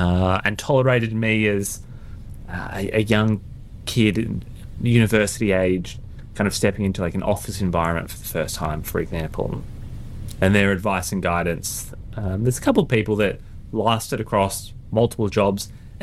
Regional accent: Canberra, Australian Capital Territory, Australia; I grew up in Canberra.

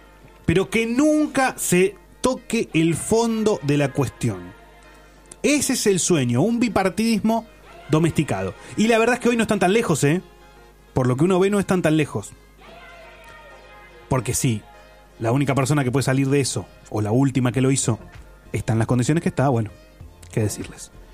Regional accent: Tucumán, Argentina; Si yo soy tucumano, quiero vivir bien en Tucumán.

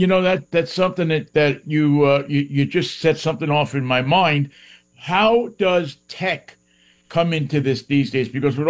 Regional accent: New York, United States; obviously I'm from New York, so I'm a little partial to some of these places. I remember when I was a kid going up to the Finger Lakes and tooling around some of these roads

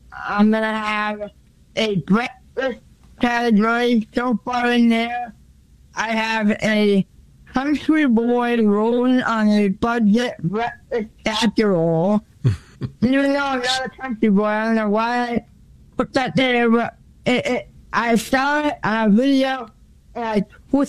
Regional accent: New England, United States; I'm from New England.

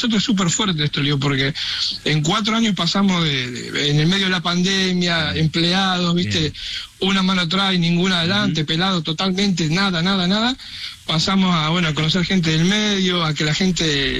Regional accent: Uruguay; Como soy uruguayo, claro. Y bueno, hasta el día de hoy la gente por la calle me

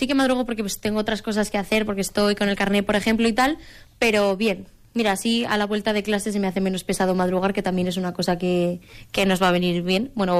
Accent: Cella, Aragon, Spain; moved away as an adult; now in Valencia, Spain; Soy de Cella, he vivido toda la vida, pero estudio fuera

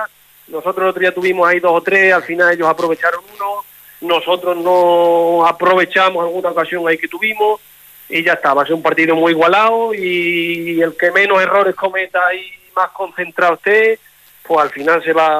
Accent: Quintana, Spain; al final el pueblo te tira mucho, y decidí volver a mi pueblo, a la regional, que conseguimos el ascenso ya hace unos añitos, y la verdad que muy contento de ayudar a mi pueblo en todo lo que pueda.

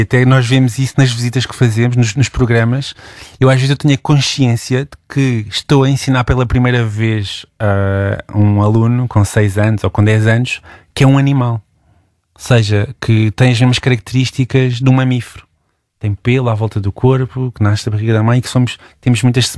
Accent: Alentejo, Portugal; Eu sou, apesar de não ter sotaque, sou alentejano e vivi toda a minha infância no Alentejo, no meio da natureza.

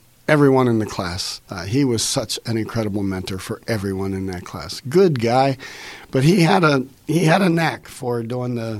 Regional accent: New Castle, Pennsylvania, United States; Growing up in Newcastle, when I first went into 10th grade, into high school, they had just built a vocational school that was a few miles outside of town, out in Shenango Township.

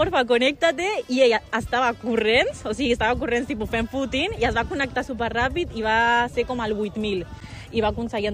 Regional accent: Barcelona, Catalonia, Spain; also born or lived in Colombia; Bueno, jo sóc de Colòmbia, però he viscut tota la meva vida a Barcelona

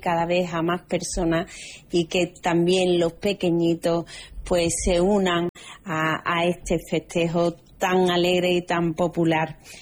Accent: Calañas, Andalusia, Spain; born there; Es una alegría presentar hoy esta cita que habla de Calaña, de mi pueblo

